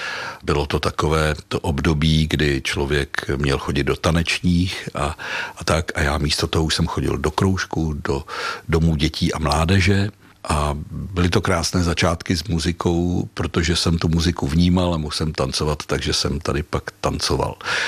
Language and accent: Czech; South Bohemian Region, Czechia; moved away as an adult; i když už od 23 let žiju jinde, tak jsem pořád Jihočech tělem a duší